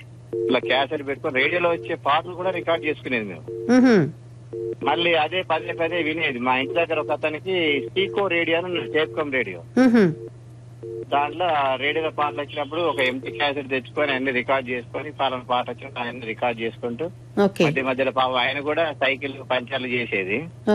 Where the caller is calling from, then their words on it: Rampuram, Telangana, India; మాది భద్రాద్రి కొత్తగూడెం జిల్లా రాంపురం గ్రామం మేడం.